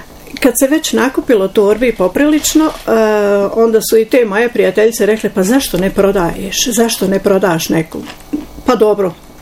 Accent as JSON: {"language": "Bosnian", "town": "Lukajevica", "region": "Republika Srpska", "country": "Bosnia & Herzegovina", "tie": "born there", "lives_now": "Tuzla, Bosnia and Herzegovina", "said": "Ja sam rođena u Lukajevici, udata u Lukajevici, živim u Tuzli."}